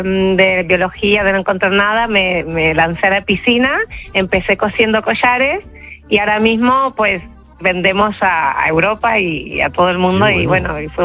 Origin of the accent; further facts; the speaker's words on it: Argentina; now in Seville, Spain; Sí, soy argentina, pero desde Sevilla.